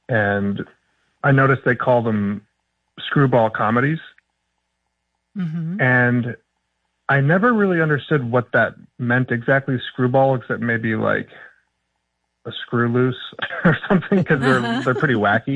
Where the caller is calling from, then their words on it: Los Angeles, California, United States; I'm calling from Los Angeles.